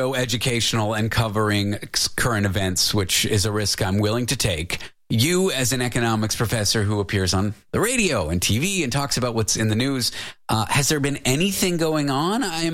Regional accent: Canada; born there; moved away; also born or lived in United States; Well, I'm a born Canadian. I'm a naturalized. I'm an American by choice, as weird as that statement is. I don't know what the percentages are, though, but most of my life has been lived in Canada.

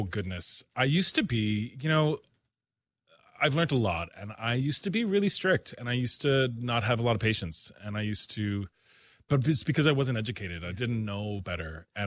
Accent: Newfoundland and Labrador, Canada

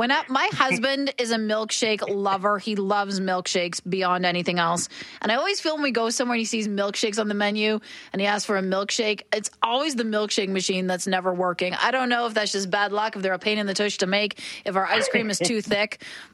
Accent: Ontario, Canada; accent: Ontario

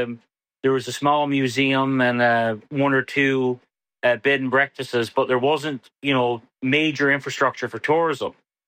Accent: Dildo, Newfoundland and Labrador, Canada; And I've never been ashamed to ever say I was from Dildo.

